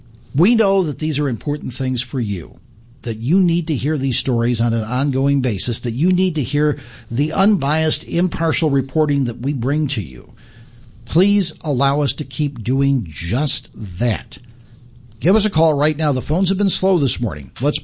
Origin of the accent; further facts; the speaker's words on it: Dowagiac, Michigan, United States; Dowagiac, whom I have not heard from yet this morning. Come on, let's represent my hometown.